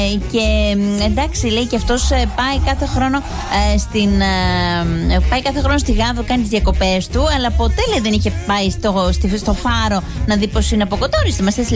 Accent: Greece; μα το παίρναμε εμείς σαν Έλληνες

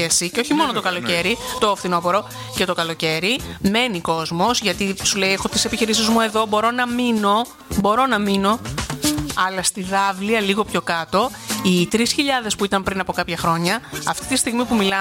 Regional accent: Central Greece, Greece; Όταν λοιπόν τα παλιά χρόνια στο χωριό μου, που είναι ένα τέταρτο έξω από την Αράχοβα, το χωριό μέτραγε και φτάσει να έχει 3.000 κατοίκους.

